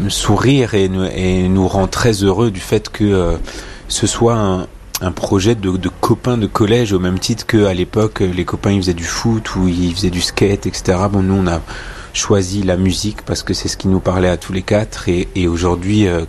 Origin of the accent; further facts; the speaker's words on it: Grand Est, France; Ouais, en Alsace.